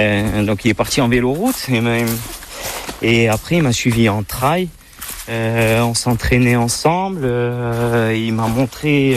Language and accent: French; Scat, Corsica, France; Le confinement, j'ai pu le passer au village, chez moi, à Scat. Donc avec toute ma famille.